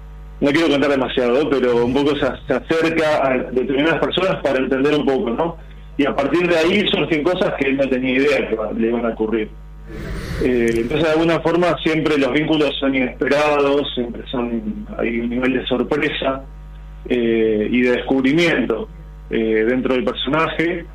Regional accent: Haedo, Buenos Aires Province, Argentina; Yo soy del oeste, yo soy de Aedo.

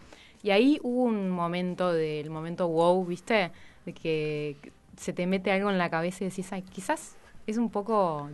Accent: Bahía Blanca, Buenos Aires Province, Argentina; Somos de Bahía, sí.

